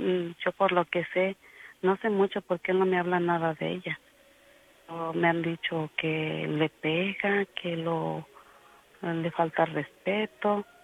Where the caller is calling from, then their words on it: Austin, Texas, United States; Soy de aquí de Austin, Texas.